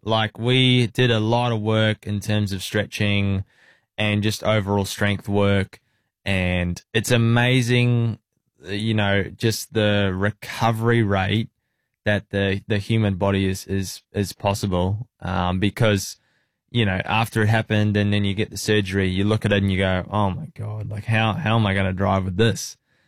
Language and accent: English; New Zealand; growing up in New Zealand